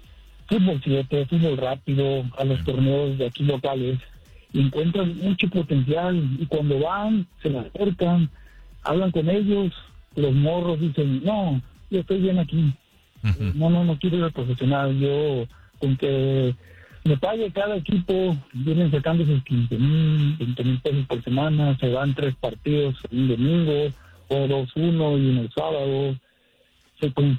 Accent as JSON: {"language": "Spanish", "country": "Mexico", "said": "No sé por qué somos así los mexicanos."}